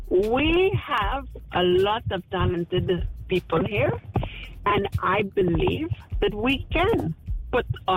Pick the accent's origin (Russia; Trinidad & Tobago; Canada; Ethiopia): Trinidad & Tobago; I'm from right here, Trinidad, born and bred.